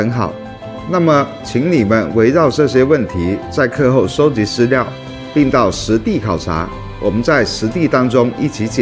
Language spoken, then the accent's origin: Chinese; Shanwei, Guangdong, China; 你对我们家乡汕尾海洋经济发展有哪些了解呢？